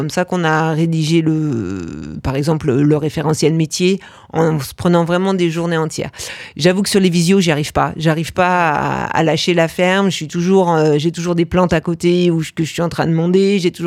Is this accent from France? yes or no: yes; Auvergne-Rhône-Alpes, France; J'ai grandi en Savoie.